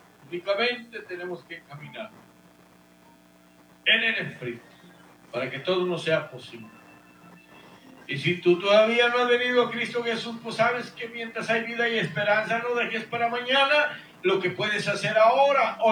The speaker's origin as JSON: {"language": "Spanish", "country": "Guatemala", "tie": "born or raised there", "moved": "yes", "said": "Así voy a mandar un cordial saludo hasta allá, Guatemala, mi tierra natal."}